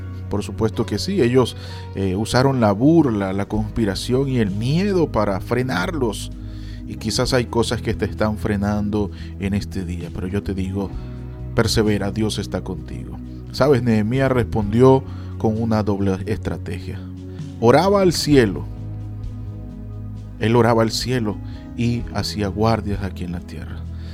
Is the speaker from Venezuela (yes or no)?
yes; Venezuela